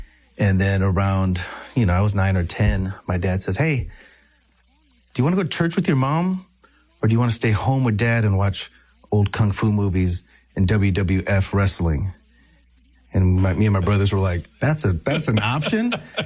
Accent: Tecumseh, Michigan, United States; born there; So I was born in Michigan in a really small town called Tecumseh, Michigan, not far from here.

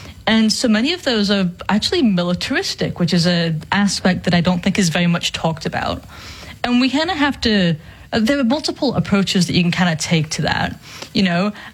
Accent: England, United Kingdom; now in United States; I grew up in England, I came over to the United States

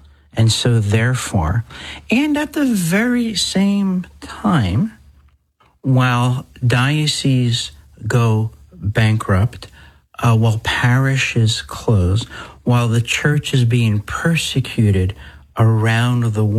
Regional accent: New Jersey, United States; The second parish I grew up in New Jersey suffered a tragic fire in 1976

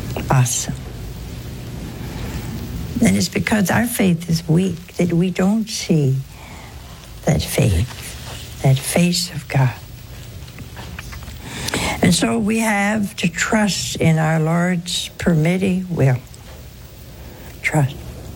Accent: Crestline, Ohio, United States; born or raised there; moved away

